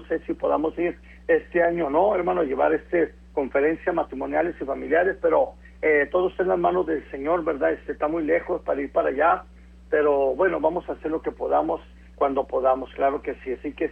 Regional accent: Ciudad Juárez, Chihuahua, Mexico; ¿cuándo iba yo a pensar que en mi ciudad natal, Ciudad Juárez, Chihuahua, iba a haber, hermano, un montón de ignorantes marchando en contra de Israel?

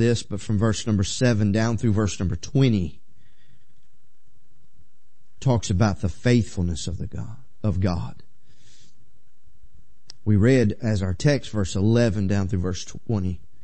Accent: United States; we are American.

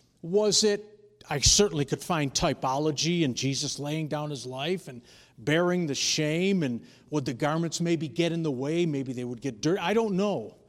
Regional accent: New York, United States; I'm an Italian from New York, so you have to bear with me.

